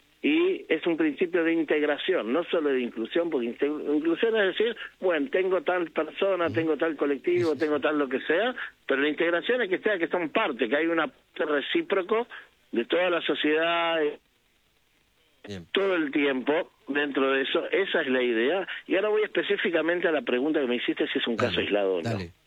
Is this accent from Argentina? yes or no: yes; Argentina; me decían a mí, hey, vos no sos argentino, vos sos judío. No, son las dos cosas, justamente.